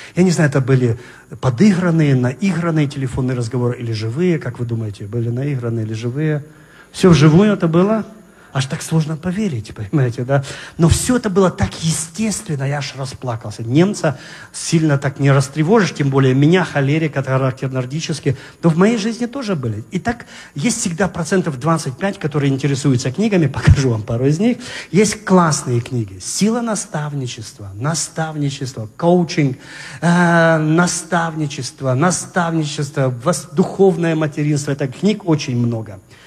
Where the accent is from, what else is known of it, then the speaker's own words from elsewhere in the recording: Kazakhstan; born there; Я родился в Казахстане, в маленькой деревне.